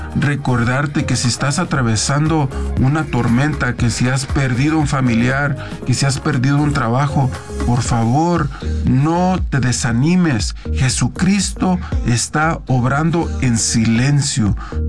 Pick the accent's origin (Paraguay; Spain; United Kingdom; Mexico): Mexico; Guanajuato; moved away; allá en mi pueblo, en Guanajuato